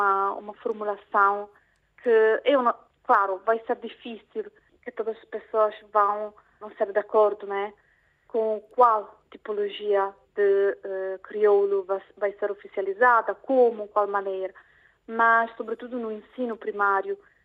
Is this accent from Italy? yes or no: yes; Italy; Portuguese is a second language; E eu, sobretudo, claro, do meu ponto de vista, como italiana, as coisas que eu faço são sobretudo em relação à tradução.